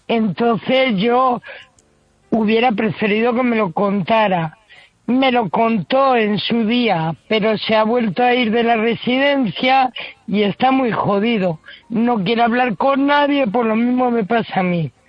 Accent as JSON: {"language": "Spanish", "region": "Community of Madrid", "country": "Spain", "said": "De hecho, yo soy madrileña, pero de sangre andal"}